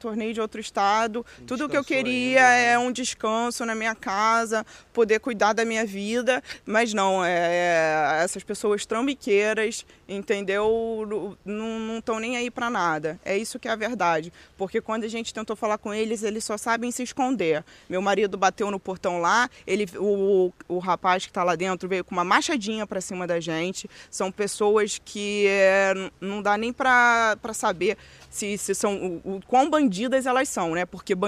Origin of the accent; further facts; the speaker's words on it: São Pedro da Aldeia, Rio de Janeiro, Brazil; Eu cresci nessa casa, nasci aqui em São Pedro da Aldeia. Eu amo esse lugar, brincava aqui com a vizinhança.